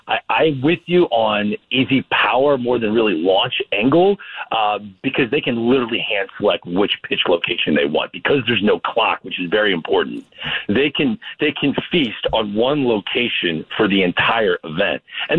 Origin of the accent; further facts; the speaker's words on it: St. Louis, Missouri, United States; I know I'm from St. Louis.